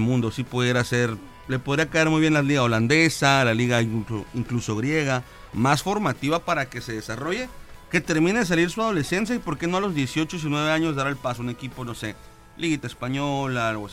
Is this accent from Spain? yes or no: no; Mexico; o a lo mejor nosotros como mexicanos y malinchistas decimos, pues no es tan bueno